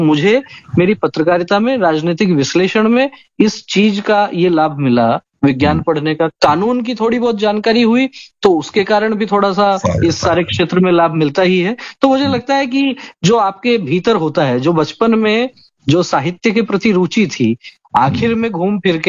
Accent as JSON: {"language": "Hindi", "town": "Ajitgarh", "region": "Rajasthan", "country": "India", "tie": "born or raised there", "moved": "yes", "lives_now": "Jaipur, India"}